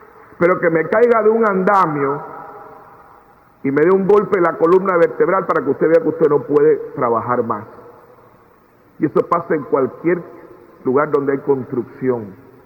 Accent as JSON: {"language": "Spanish", "country": "Cuba", "tie": "born there", "also_born_or_lived": "Puerto Rico", "moved": "yes", "said": "Yo soy cubano de nacimiento. Salí de Cuba en el 1961. Me adoptaron en Puerto Rico."}